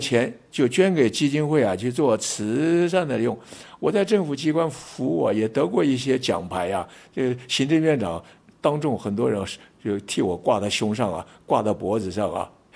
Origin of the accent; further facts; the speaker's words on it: Taiwan; 他晓得我从台湾来的